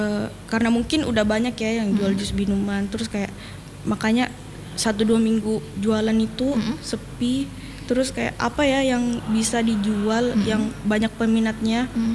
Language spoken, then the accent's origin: Indonesian; Makassar, South Sulawesi, Indonesia; now in Mamuju, Indonesia